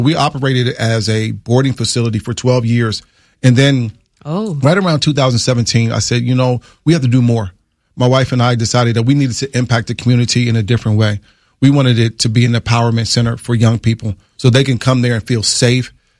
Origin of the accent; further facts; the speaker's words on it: Fort Washington, Maryland, United States; I grew up in Fort Washington, Maryland. My horse farm is in Upper Marlboro, Maryland.